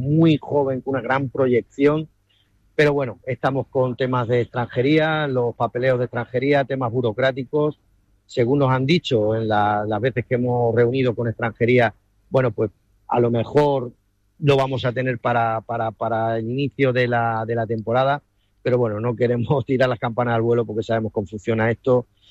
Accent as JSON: {"language": "Spanish", "town": "Puertollano", "region": "Castilla-La Mancha", "country": "Spain", "said": "porque somos de Puerto Llano, somos, como decimos, hechos de acero, una ciudad minera. Que nuestros orígenes sabemos cuáles son, de dónde venimos, a dónde vamos, y queremos ser parte de Puerto Llano, de nuestra sociedad"}